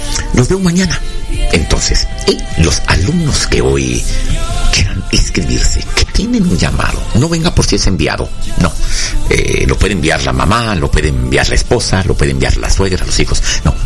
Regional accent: Valle Hermoso, Tamaulipas, Mexico; born there; moved away; hay una invitación para ir, bueno, en mi pueblo

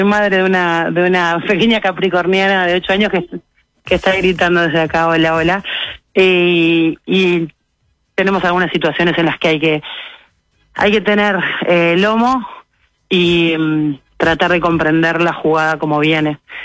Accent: Uruguay; Soy uruguaya, tengo unas ganas de irme a Israel

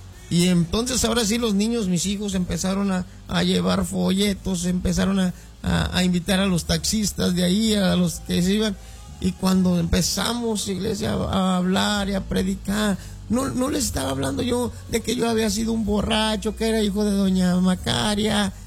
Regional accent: Ébano, San Luis Potosí, Mexico; Los que no conocen Ébano, es un pueblo realmente muy, muy bonito, porque yo soy de ahí, bueno, ahí me crié y lo amo mucho ese pueblo.

